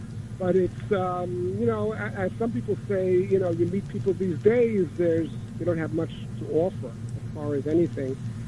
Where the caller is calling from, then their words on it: New York, United States; from Manhattan.